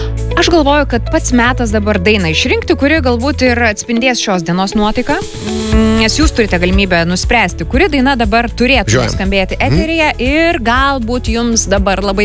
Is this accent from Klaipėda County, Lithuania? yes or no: yes; Šilutė, Klaipėda County, Lithuania; Mano kraštietis, tiesa, jis iš Rusnės, aš iš Šilutės, bet vis tiek esam kaimynai